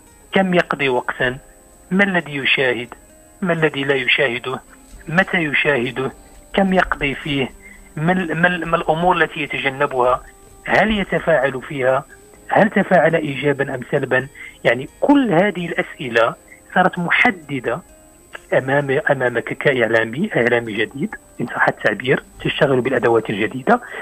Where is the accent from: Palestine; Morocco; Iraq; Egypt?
Morocco; عندنا في المغرب